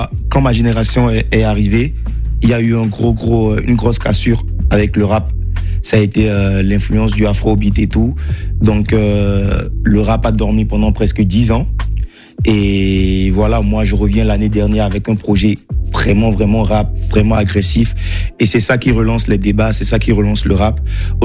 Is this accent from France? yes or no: no; Benin; accent: Beninese; c'est surtout parce que j'ai un accent français qui est très, très béninois quand je rappe.